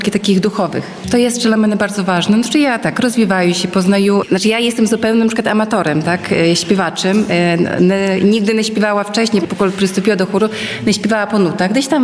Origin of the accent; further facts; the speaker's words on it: Łosinka, Podlaskie Voivodeship, Poland; now in Hajnówka, Poland; No ja na przykład dojeżdżaję z Hajnówki, ale pochodzę z Łosinki i też jakby, no, związana sercem z Łosinką, tak, bo tutaj wychowała się, tutaj chodzi do szkoły, tutaj rodzice żyli